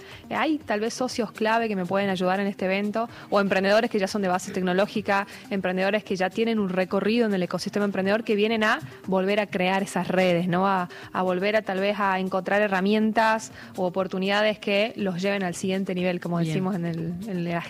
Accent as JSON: {"language": "Spanish", "region": "Jujuy", "country": "Argentina", "said": "soy de Jujuy y me toca explorar las provincias del NOA de manera integral"}